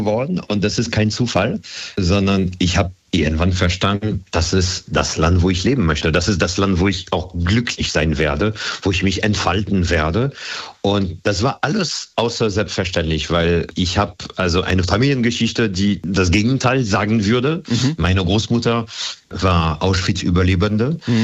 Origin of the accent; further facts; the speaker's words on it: France; German is a second language; moved away as an adult; now in Germany; Ich bin voll und ganz Deutscher und Franzose.